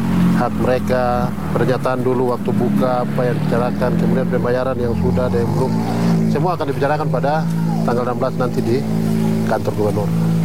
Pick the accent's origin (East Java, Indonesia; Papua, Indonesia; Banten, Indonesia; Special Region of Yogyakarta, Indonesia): Papua, Indonesia; Jayapura; Kita orang Tobati juga walaupun bayar tanah, tapi kita Purana juga akan lewat di sini juga.